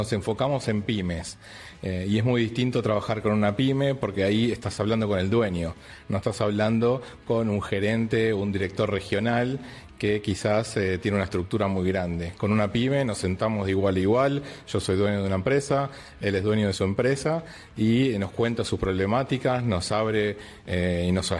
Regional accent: Buenos Aires, Argentina; soy ingeniero industrial de Buenos Aires.

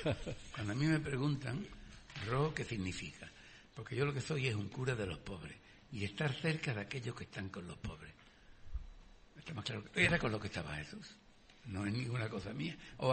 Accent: Jerez, Andalusia, Spain; Yo soy de Jerez, conozco el chicle.

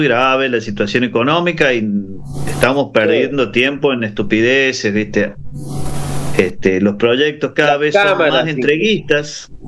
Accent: Argentina; soy un ciudadano argentino

